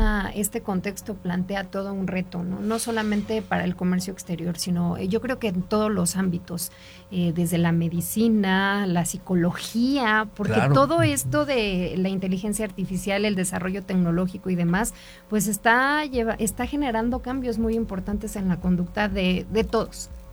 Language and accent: Spanish; Villa de Tezontepec, Hidalgo, Mexico; born there; soy hidalguense, nací en el municipio de Villa de Tezontepec